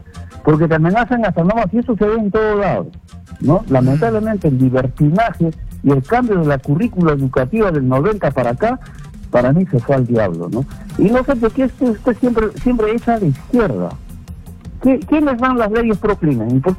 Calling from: San Luis, Peru; De acá de San Luis.

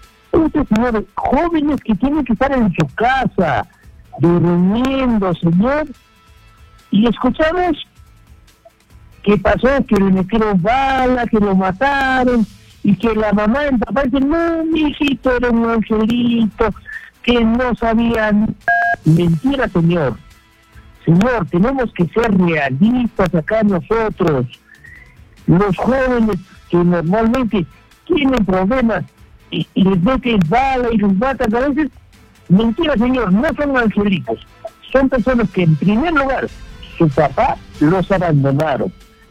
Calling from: Puno, Peru; le hablo desde Puno.

